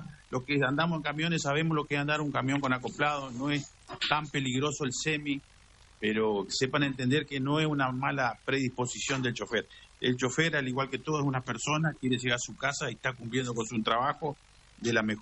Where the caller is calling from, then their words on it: Concordia, Entre Ríos, Argentina; Y yo estoy en Concordia.